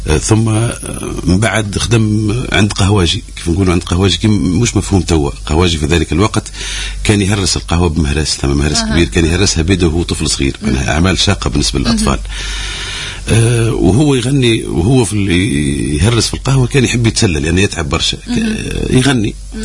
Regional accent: Tunisia; الأسلوب اللي موجود عندنا في جنوبنا الشرقي،

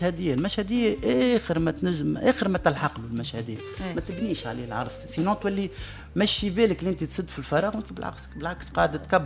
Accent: Tunisia; accent: Tunisian; يتعلم راه أصحابي الكل في لبنان يتكلموا بالتونسي بارفي زاد كل ممثلين خدمت معهم في لبنان وفي سوريا الكل نحكي معهم باللهجه التونسيه.

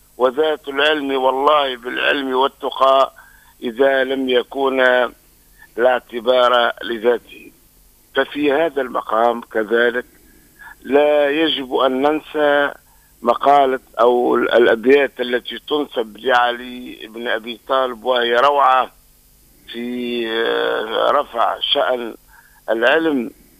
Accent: Tunisia; أن يجعل بلدنا تونس

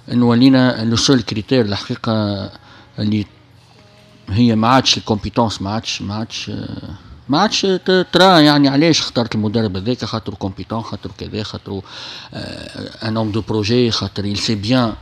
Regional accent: Tunisia; انا شاب تونسي

